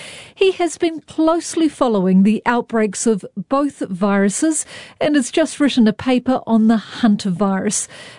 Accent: New Zealand; As a Kiwi in New Zealand, how worried should I be about catching either hantavirus or Ebola right now?

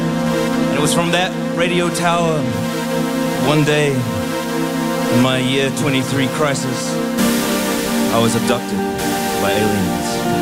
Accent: Dunedin, Otago, New Zealand; Let me take you to Otapodi, Dunedin, my hometown.

